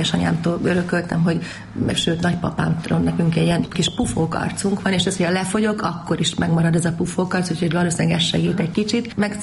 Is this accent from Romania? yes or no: no; Budapest, Hungary; moved away as an adult; now in Szentendre, Hungary; mi ott nőttünk fel a Ferenc körúton, a villamos ott ment